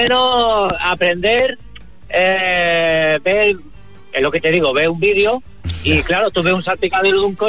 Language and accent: Spanish; Castelldefels, Catalonia, Spain; Yo en mi caso puedo entrar en mi pueblo, que es Castelldefels, y puedo entrar en el pueblo, en la ciudad donde trabajo, que es Badalona